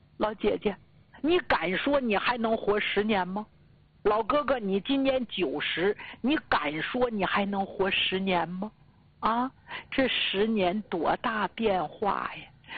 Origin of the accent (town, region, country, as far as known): Northeast China, China